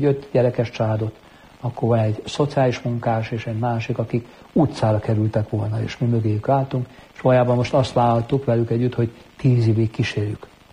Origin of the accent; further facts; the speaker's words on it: Budapest, Hungary; Tehát én budapesti lévén